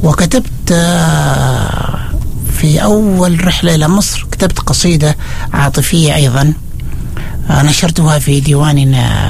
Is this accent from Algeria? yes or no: no; Oman; وكنت أنا من عمان مشارك في هذه القصيدة.